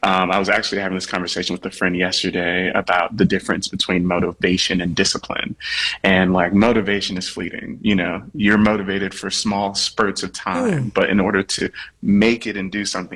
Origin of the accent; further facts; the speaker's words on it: Norfolk, Virginia, United States; moved away as an adult; also born or lived in Cleveland / New York; Yes, I'm from Norfolk, Virginia.